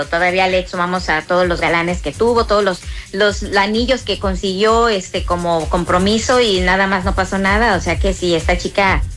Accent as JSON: {"language": "Spanish", "country": "Mexico"}